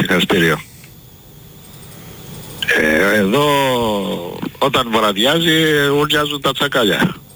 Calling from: Patras, Western Greece, Greece; είμαι έξω από την Πάτρα, εντάξει, είμαι σε ένα... στις παρυφές ενός ωραίου

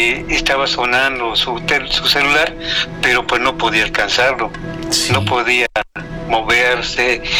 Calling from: Comitán, Mexico; de Comitán, Yucatán.

